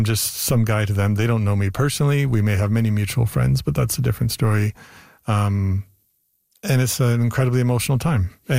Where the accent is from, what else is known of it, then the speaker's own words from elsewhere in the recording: Canada; There were all these political events that really made people question the ways in which we are Canadian, or why we are even Canadian.